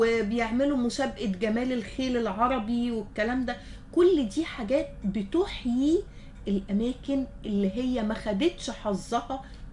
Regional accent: Egypt; عندنا في مصر

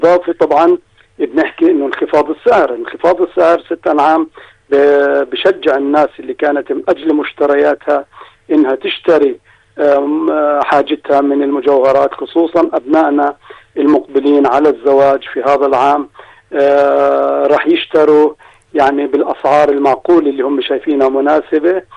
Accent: Jordan; بلدنا الأردن

